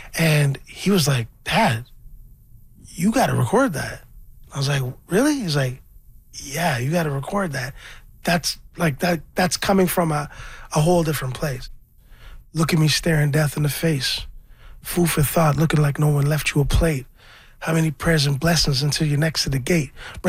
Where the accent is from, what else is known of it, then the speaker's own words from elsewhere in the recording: Scarborough, Ontario, Canada; I was raised in Scarborough, Ontario, and I'm just currently fighting cancer